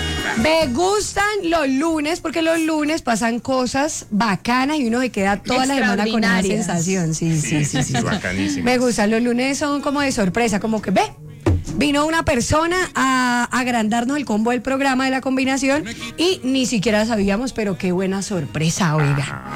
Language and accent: Spanish; Cali, Valle del Cauca, Colombia; now in Bogotá, Colombia; Yo la verdad soy caleña